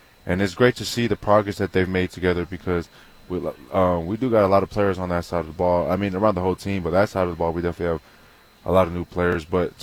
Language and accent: English; Las Vegas, Nevada, United States; But it ain't that bad. I grew up in Las Vegas, so it ain't too bad.